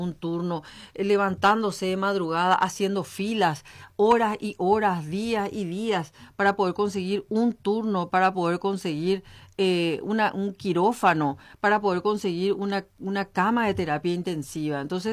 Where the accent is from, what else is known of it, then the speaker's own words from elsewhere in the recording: Paraguay; como ciudadanos, como paraguayos